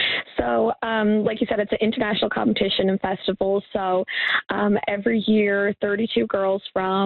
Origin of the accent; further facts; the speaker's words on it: Newfoundland and Labrador, Canada; I grew up on the Irish Loop.